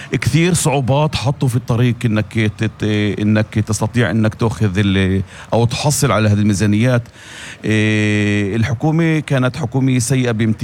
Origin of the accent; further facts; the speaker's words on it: Kafr Qasim, Central District, Israel; نحن في كفر قاسم ننعم بالأمن والأمان.